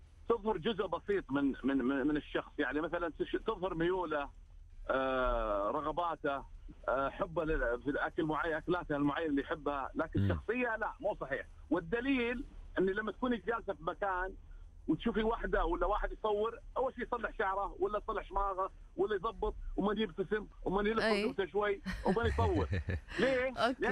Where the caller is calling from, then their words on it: Riyadh, Riyadh Province, Saudi Arabia; من الرياض